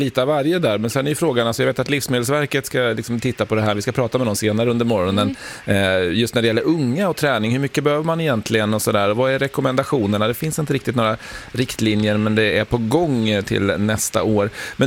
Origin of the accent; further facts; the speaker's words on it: Östergötland, Sweden; Så att ja, det finns en del att glädjas åt som östgöte här